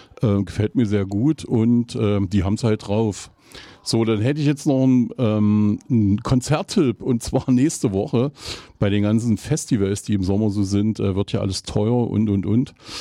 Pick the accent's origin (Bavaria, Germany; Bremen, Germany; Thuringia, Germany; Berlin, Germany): Thuringia, Germany; Eisenach; ich komme aus Eisenach